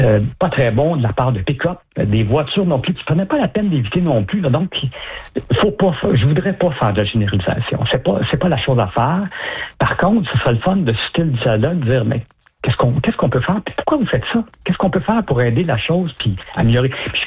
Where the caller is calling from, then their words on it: Montreal, Quebec, Canada; Comme je suis à Montréal